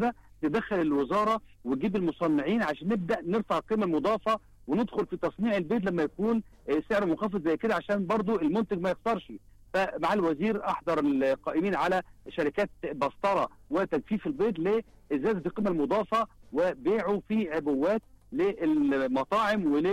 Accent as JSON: {"language": "Arabic", "country": "Egypt", "said": "ومفيش ازمه عندنا في مصر"}